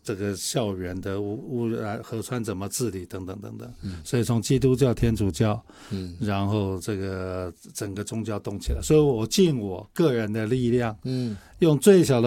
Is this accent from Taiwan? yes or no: yes; Taiwan; 我们台湾人